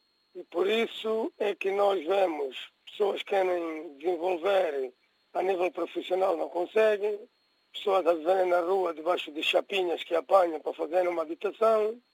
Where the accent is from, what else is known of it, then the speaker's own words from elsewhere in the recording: Portugal; É a mesma coisa como aqui em Portugal. Eu como português, o português branco é meu irmão